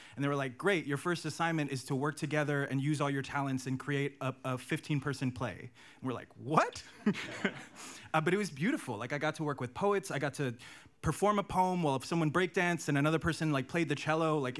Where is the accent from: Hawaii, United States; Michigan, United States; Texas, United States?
Hawaii, United States; I'm of Samoan descent. I was born and raised in Hawaii, and he's Hawaiian.